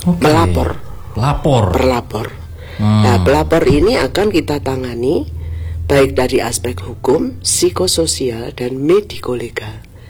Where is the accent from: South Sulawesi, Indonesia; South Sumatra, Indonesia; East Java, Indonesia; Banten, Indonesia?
East Java, Indonesia; Malang; Saya warga RT 10 RW 3 Gading Kasri gitu.